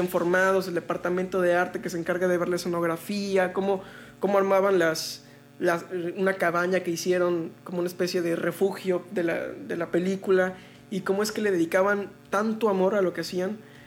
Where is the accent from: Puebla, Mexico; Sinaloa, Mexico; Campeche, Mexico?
Campeche, Mexico; Ciudad del Carmen; Soy Ciudad del Carmen